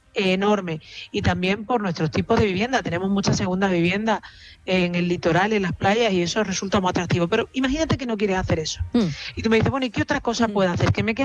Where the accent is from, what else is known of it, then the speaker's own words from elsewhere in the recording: Andalusia, Spain; accent: Andalusian; sobre todo en mi tierra, en Andalucía. Tú verás que siempre pongo el acento andaluz.